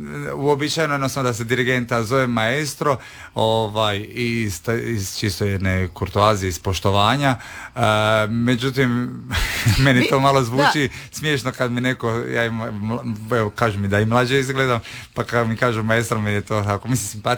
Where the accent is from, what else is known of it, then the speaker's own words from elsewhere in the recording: Split, Split-Dalmatia County, Croatia; ja sam evo iz Splita